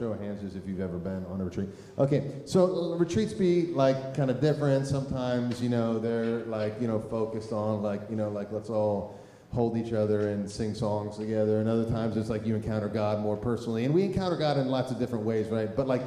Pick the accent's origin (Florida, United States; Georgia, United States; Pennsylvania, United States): Pennsylvania, United States; Philadelphia; This is like, I grew up in Philadelphia.